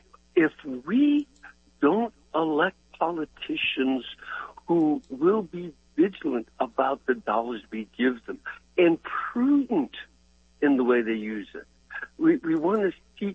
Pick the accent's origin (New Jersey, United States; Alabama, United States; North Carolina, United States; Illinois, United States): Illinois, United States; I'm from Illinois.